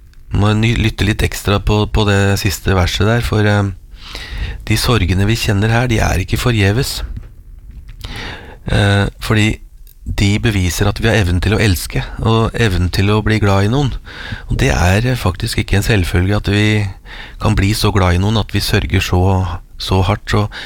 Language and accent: Norwegian; Røyken, Akershus, Norway; vårt nyervervede piano hjemme i Røyken, Årås i Røyken